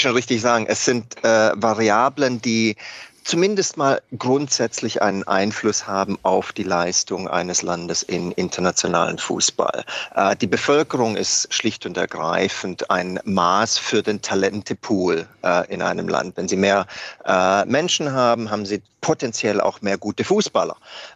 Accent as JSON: {"language": "German", "country": "Germany", "said": "Ja, als Deutscher ist meine Prognose ein bisschen außergewöhnlich"}